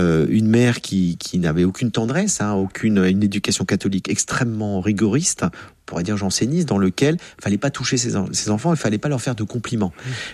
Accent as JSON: {"language": "French", "country": "France", "said": "Plus qu'en France, qu'on est français, on se plaint doublement."}